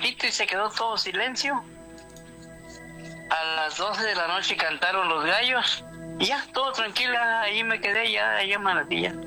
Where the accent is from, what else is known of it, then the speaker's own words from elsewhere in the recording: Michoacán, Mexico; Y yo soy del estado de Michoacán.